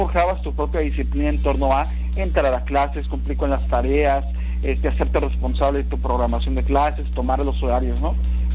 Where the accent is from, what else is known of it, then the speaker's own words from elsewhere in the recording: Ciudad Valles, San Luis Potosí, Mexico; Yo soy del municipio de Ciudad Valles